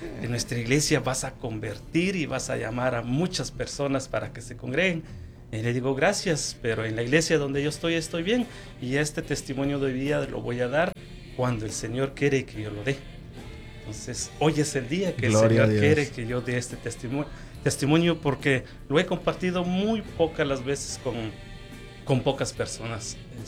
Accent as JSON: {"language": "Spanish", "country": "Guatemala", "moved": "as an adult", "said": "Entonces, me vengo de salgo de Guatemala, llego en este país como todo sueño de todos, ¿verdad?"}